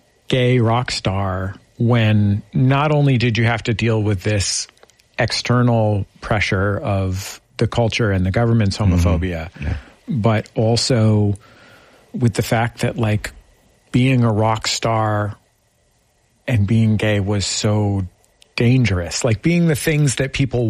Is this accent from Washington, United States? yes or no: no; San Francisco, California, United States; But I grew up in San Francisco, and I knew more people that died of HIV than I knew died of COVID